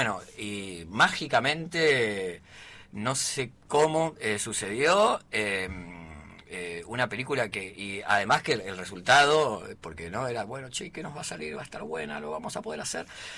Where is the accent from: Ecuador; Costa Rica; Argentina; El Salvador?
Argentina; Buenos Aires Province; Yo soy de la provincia de Buenos Aires.